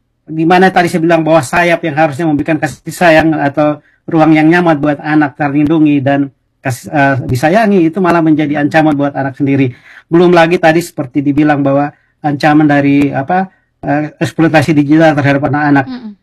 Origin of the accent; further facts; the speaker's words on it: Surabaya, East Java, Indonesia; kampung saya Surabaya